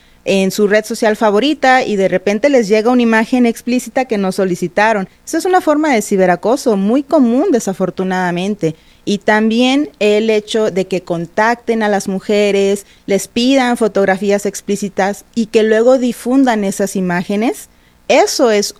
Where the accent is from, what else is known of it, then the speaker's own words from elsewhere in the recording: Mexico; Decimos en México, por si las moscas